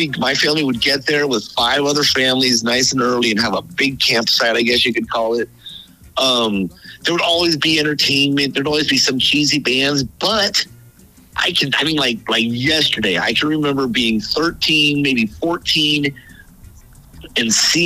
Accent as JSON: {"language": "English", "town": "Pacifica", "region": "California", "country": "United States", "tie": "born or raised there", "said": "And I grew up in Pacifica"}